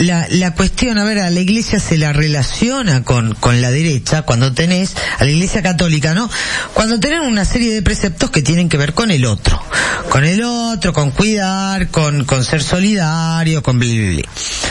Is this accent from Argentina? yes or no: yes; Argentina